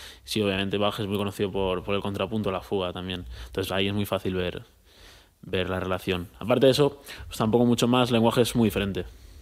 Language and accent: Spanish; Rafelbuñol, Valencian Community, Spain; moved away as an adult; now in Madrid, Spain; yo soy de Valencia.